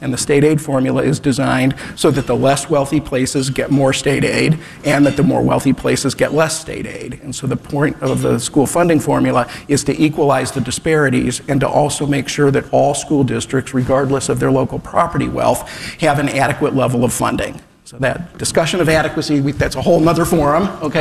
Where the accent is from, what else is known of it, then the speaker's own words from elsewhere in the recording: Cleveland Heights, Ohio, United States; born there; So I was born in Cleveland Heights.